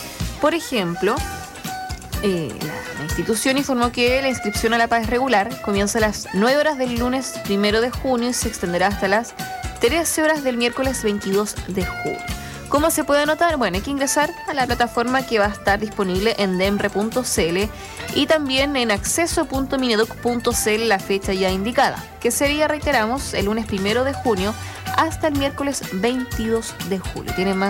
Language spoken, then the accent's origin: Spanish; Chile; Como buen chileno, todo a última hora.